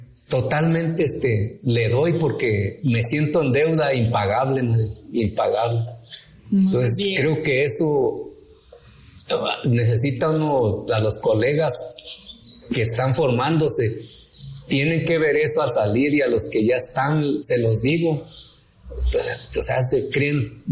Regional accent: Texcoco, State of Mexico, Mexico; also born or lived in Oaxaca; now in Cuauhtémoc, Mexico; pues ya no sé de dónde soy, pero pues yo creo originalmente de Oaxaca, soy parte texcocano, que nos criamos allá buena parte. Ajá. Y ahora por adopción acá en Cuauhtémoc, Chihuahua

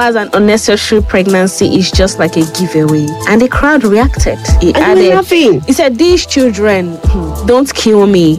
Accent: Nigeria; a Nigerian, so I see it often.

